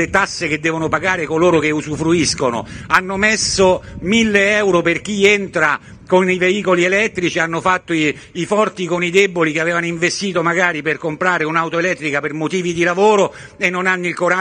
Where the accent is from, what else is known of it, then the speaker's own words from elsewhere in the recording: Rome, Lazio, Italy; quel centro storico che da romano noi abbiamo sempre amato.